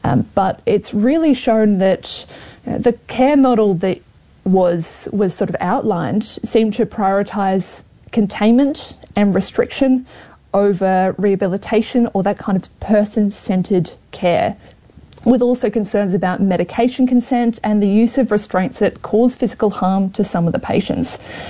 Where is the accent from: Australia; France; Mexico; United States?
Australia; now in Dunedin, New Zealand; We have, but remember, I am Australian, so my styles have been very linked to that past, I'm afraid.